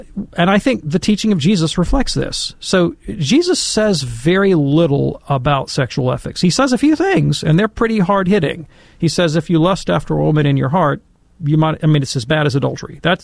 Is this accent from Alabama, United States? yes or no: yes; Alabama, United States